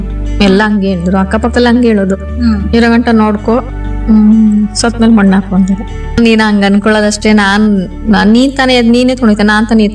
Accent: Chikkahunsur, Karnataka, India; ಹುಣಸೂರಿಂದ, ಚಿಕ್ಕಹುಣಸೂರಿಂದ ಬಂದಿರೋದು.

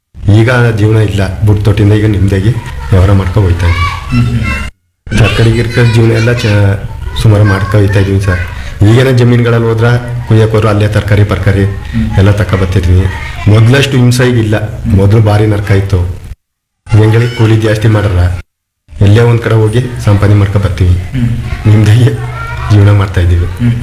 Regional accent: Ettige, Karnataka, India; ನಾವು ಎತ್ತಿಗೆ ಗ್ರಾಮದವರು.

